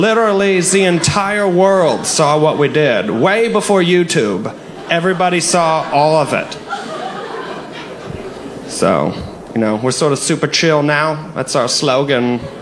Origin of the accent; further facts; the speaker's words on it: Germany; accent: German; I don't want to throw anybody off with my German accent.